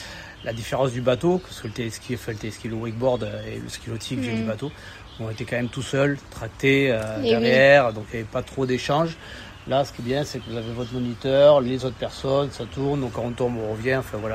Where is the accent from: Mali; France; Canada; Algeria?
France; Perpignan, Occitanie